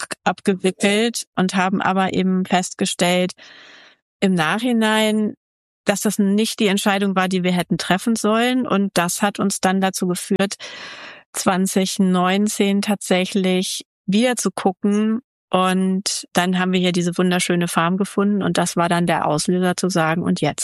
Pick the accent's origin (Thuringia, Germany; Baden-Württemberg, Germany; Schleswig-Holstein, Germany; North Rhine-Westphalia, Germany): North Rhine-Westphalia, Germany; Mönchengladbach; also born or lived in Göttingen; now in Einbeck, Germany; Also ich komme ganz ursprünglich aus Mönchengladbach, es am linken Niederrhein liegt.